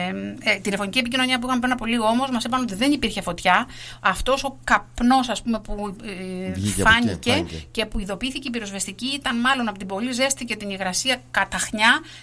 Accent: Zakynthos, Ionian Islands, Greece

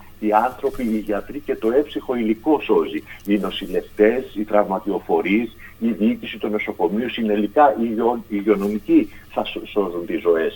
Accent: Zakynthos, Ionian Islands, Greece; είμαι από Ζακυνθινός

